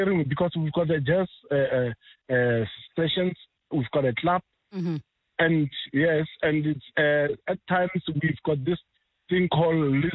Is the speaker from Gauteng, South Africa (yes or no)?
yes; Pretoria, Gauteng, South Africa; I'm from Pretoria